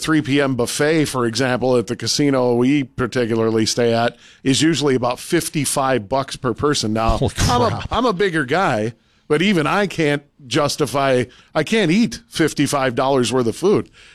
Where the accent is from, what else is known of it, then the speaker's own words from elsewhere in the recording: North Dakota, United States; I feel the same way in my home state of North Dakota.